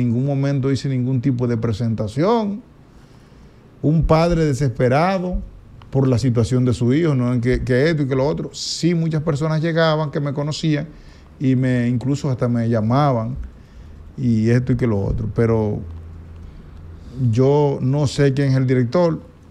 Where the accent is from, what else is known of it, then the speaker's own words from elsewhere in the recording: Neiva, Huila, Colombia; Tuve que ingeniármela en mi pueblo y alguien me trajo. Lo despaché y como yo me siento tan neivero, igual que el que más